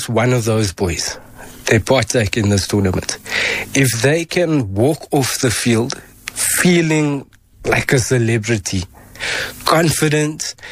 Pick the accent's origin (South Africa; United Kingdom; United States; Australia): South Africa; Benoni, Gauteng; I'm from Benoni.